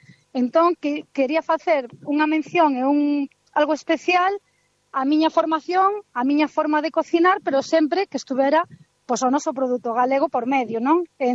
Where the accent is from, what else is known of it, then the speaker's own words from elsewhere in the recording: Galicia, Spain; ao final somos galegos e comemos como galegos.